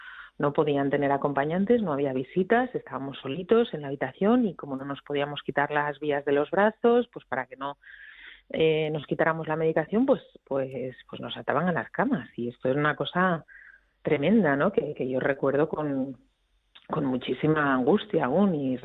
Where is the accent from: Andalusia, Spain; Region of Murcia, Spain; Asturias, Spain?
Asturias, Spain; porque yo soy asturiana